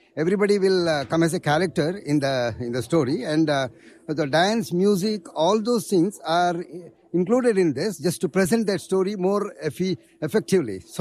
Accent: Karnataka, India; We are from India. There is a state called Karnataka.

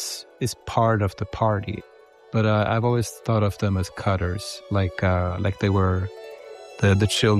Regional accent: Sweden; because I'm from Sweden, I sometimes think that they are like the social democrats of indie music.

